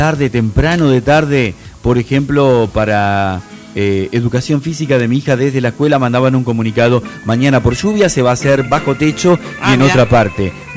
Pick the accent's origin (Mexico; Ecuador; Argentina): Argentina; somos los argentinos